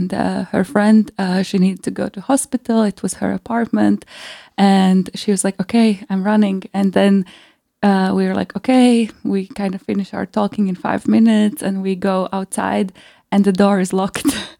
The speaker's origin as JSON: {"language": "English", "country": "Latvia", "moved": "yes", "said": "I come from Latvia"}